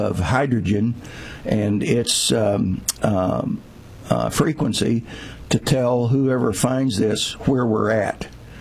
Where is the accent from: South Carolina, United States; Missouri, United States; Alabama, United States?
Missouri, United States; Mike, I'm from Missouri.